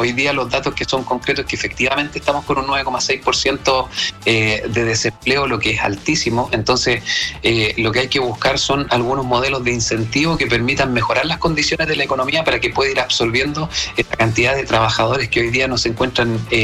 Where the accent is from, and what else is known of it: Chile